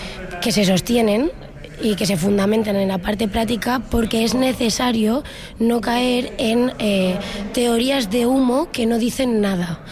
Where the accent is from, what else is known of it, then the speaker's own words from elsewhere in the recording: Canals, Valencian Community, Spain; soy de Canals, Valencia.